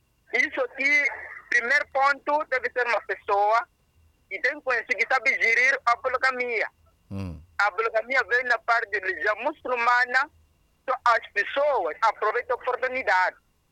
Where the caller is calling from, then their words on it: Nampula, Mozambique; de Nampula.